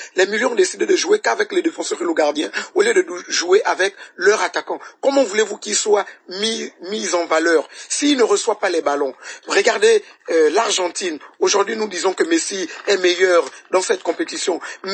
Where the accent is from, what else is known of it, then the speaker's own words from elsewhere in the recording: Gabon; je viens du Gabon.